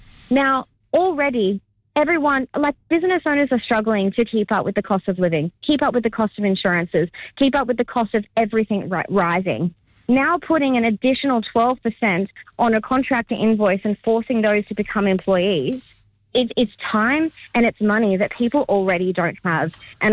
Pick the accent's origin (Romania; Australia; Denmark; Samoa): Australia; I know as an Australian girl who was raised here and who grew up on Aussie music